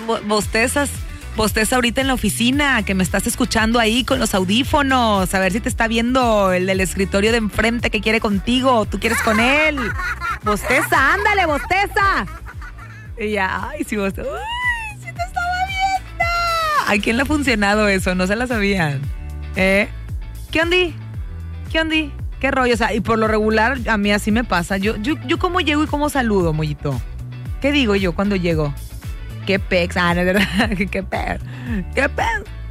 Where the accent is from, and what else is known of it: Mexico